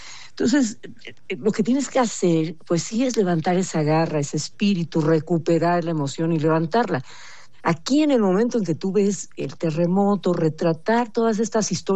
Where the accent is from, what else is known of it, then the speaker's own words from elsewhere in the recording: Mexico; lo que somos los mexicanos